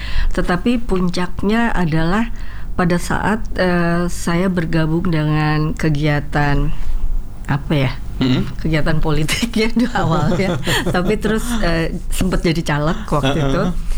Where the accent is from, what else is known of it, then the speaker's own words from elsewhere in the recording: West Jakarta, Jakarta, Indonesia; Saya dari Jakarta Barat.